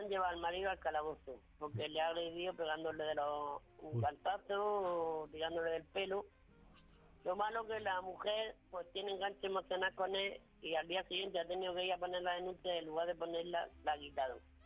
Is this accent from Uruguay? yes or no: no; Murcia, Region of Murcia, Spain; de Murcia, corresponsal de Murcia.